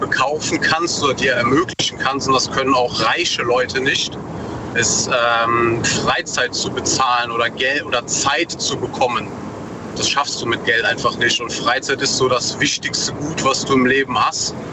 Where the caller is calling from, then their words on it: North Rhine-Westphalia, Germany; Aus der Eifel, NRW.